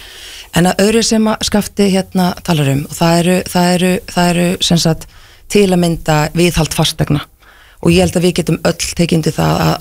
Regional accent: Seltjarnarnes, Capital Region, Iceland; ég hjóla ef þessa brú daglega sem Seltirningur

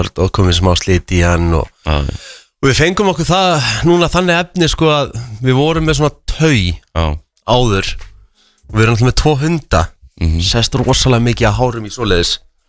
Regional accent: Reykjavík, Capital Region, Iceland; Náttúrulega alinn upp í Árbæ.

